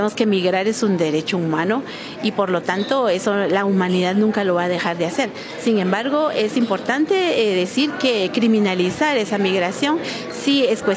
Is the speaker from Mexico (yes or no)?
no; Guatemala; seguimos siendo guatemaltecos